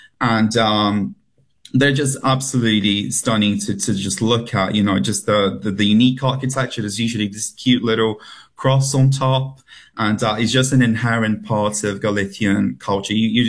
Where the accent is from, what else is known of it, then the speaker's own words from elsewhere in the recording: France; a small town I love in France, which is my home country, is Arsonre, on the island of Ré